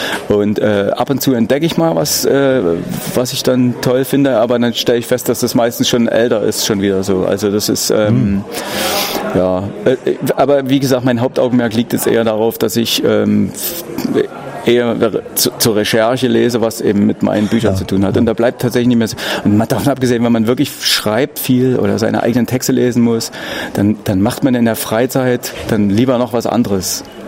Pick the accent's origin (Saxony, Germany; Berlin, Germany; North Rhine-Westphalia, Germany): Saxony, Germany; Dresden; Ich bin Dresdner